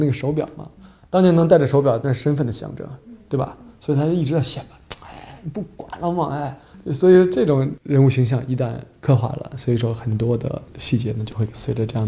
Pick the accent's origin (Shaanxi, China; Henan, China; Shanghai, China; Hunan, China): Shaanxi, China; Xi'an; moved away; 我小时候在西安的时候